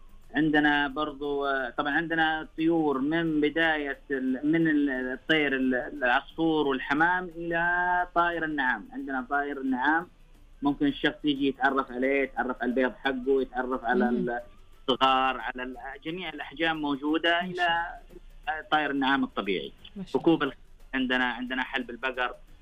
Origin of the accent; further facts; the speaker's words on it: Asir, Saudi Arabia; قلت أني أنا أحسن مكان ممكن أني أنا أسوي فيه الموقع أنه مسقط رأسي، قريتي اللي أنا عشت فيها، موقعها كان جميل، الموقع كان يعني قريب من منطقة النماص وقريب من منطقة المجاردة